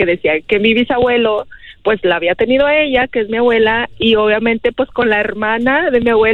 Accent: Zacatecas, Mexico; porque nosotros somos de Zacatecas, o sea, la abuela, la esposa se quedó, sí, en Zacatecas

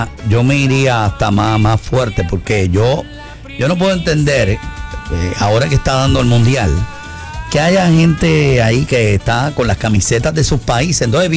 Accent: United States; No lo apoyo, yo soy americano.

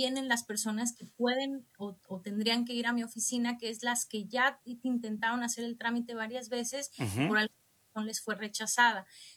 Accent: Baja California, Mexico; Mis padres son de Michoacán. Ah. Y yo crecí y estudié en Baja California.

